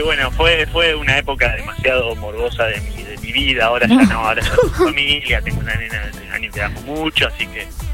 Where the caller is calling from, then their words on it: Rosario, Santa Fe, Argentina